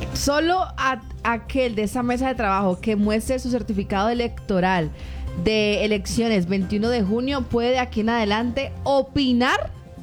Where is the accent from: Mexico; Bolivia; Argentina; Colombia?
Colombia; No, es que yo realmente sí soy consciente que soy colombiana.